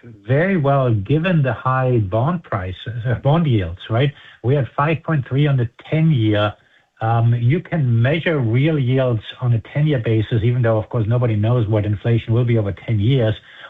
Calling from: California, United States; I'm talking here from Silicon Valley. I live in a bubble

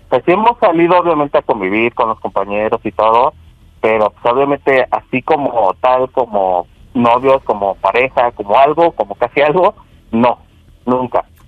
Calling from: Ecatepec, State of Mexico, Mexico; Tengo 28 y soy de Ecatepec.

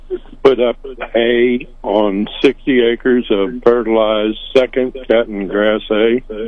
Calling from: Missouri, United States; West of Sedalia.

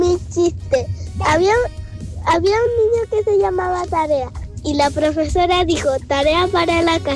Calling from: San Antonio, Valparaíso, Chile; Vivo en San Antonio. Mi escuela se llama Cerro Placilla.

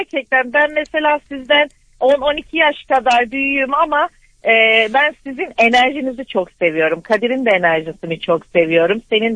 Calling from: Ankara, Turkey; Ankara'dan arıyorum.

